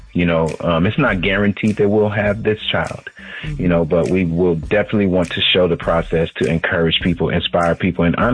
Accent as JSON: {"language": "English", "town": "Baton Rouge", "region": "Louisiana", "country": "United States", "said": "I'm a kid from Baton Rouge, Louisiana, living in a shotgun, one-bedroom house. A single mother raised me."}